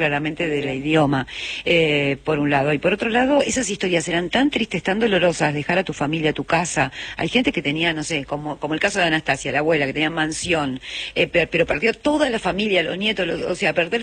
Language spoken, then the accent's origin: Spanish; Argentina; todos nosotros venimos de esa cultura, ¿no? De, sí. De mucha gente que emigró, de rusos, polacos, sí, españoles, sí. Y ahí se fue construyendo esta Argentina